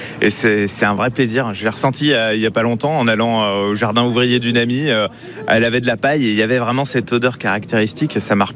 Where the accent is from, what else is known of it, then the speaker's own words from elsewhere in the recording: Bourgogne-Franche-Comté, France; C'est un souvenir de vacances dans ma famille en Bourgogne. Je viens du Charolais, donc le sud de la Bourgogne. C'est du coup la campagne.